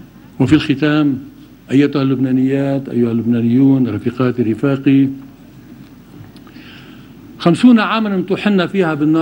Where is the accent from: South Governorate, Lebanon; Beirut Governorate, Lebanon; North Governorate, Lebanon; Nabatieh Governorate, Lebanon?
North Governorate, Lebanon; Bsharri; also born or lived in Deir al-Ahmar; يوم ترعرعت في الشيعة، أنا ابن بشري ودار الأحمر، الواقعتين على كتف البقاع وفي قلبه،